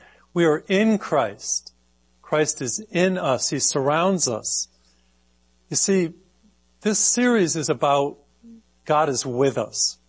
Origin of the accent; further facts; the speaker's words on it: Massachusetts, United States; I grew up in Massachusetts and we would have some of the coldest winters.